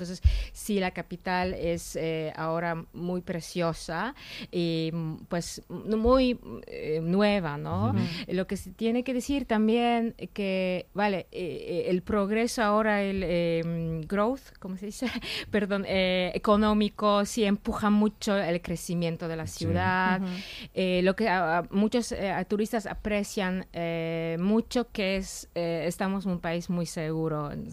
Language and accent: Spanish; Lower Silesian Voivodeship, Poland; Spanish is a second language; en la parte del oeste, como Wrocław, que es muy precioso, es muy cerca de mi ciudad natal, porque no había destrucción durante la Segunda Guerra, antes pertenecía también a Alemania.